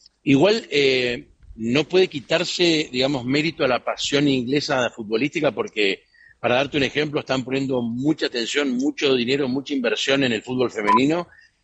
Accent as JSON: {"language": "Spanish", "town": "Guaymallén", "region": "Mendoza", "country": "Argentina", "tie": "born or raised there", "also_born_or_lived": "Spain / Denmark", "moved": "as an adult", "lives_now": "London, United Kingdom", "said": "Yo soy de Mendoza, ya se me fue un poco también el acento, pero porque también viví en España y porque viví un poco en Dinamarca, pero sí de Guaymallén, Mendoza, de toda la vida, 27 años viviendo ahí."}